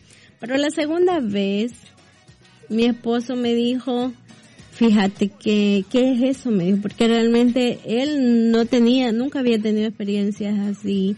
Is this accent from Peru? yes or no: no; San Alejo, La Unión, El Salvador; now in San Salvador, El Salvador; Entonces yo me mudé de San Alejo para San Salvador a estudiar